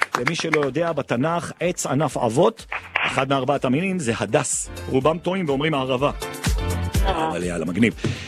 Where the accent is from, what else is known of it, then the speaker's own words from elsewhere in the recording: Jerusalem, Jerusalem District, Israel; סתם, זה ממשפט כזה שאני שומע בתור ירושלמי.